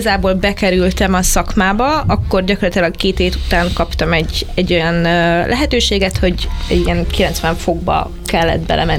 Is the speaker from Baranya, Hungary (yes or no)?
no; Kecskemét, Bács-Kiskun, Hungary; accent: Kecskemét dialect; megint a kecskeméti tájszólásom